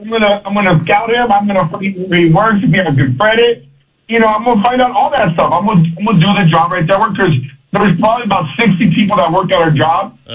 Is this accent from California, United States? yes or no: yes; California, United States; Back in California when I came, you know, that's where I came from. I came from California years ago